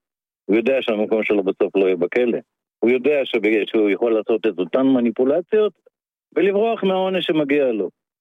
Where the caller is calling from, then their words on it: Sharon plain, Israel; אני מהשרון